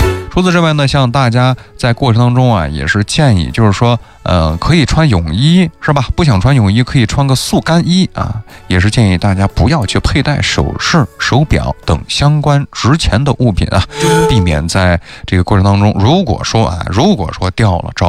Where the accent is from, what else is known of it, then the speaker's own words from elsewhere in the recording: Xinjiang, China; 咱们新疆人